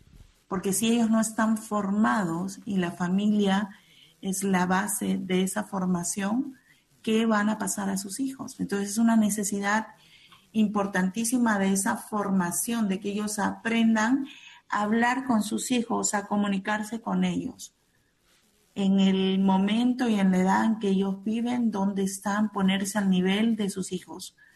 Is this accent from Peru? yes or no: yes; Peru; aprovecho para mandar un saludo a los que me están escuchando desde el Perú, que es mi tierra, ahí nací, en la parroquia de la Santísima Trinidad y San Antonio de Padua